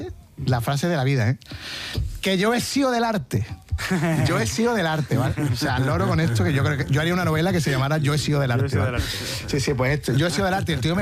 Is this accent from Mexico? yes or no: no; Jerez de la Frontera, Andalusia, Spain; Y digo, yo soy de Jerez.